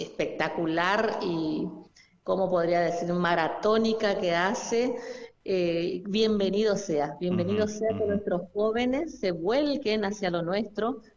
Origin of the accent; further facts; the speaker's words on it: Formosa, Argentina; nos identifique a nosotros como formoseños y como argentinos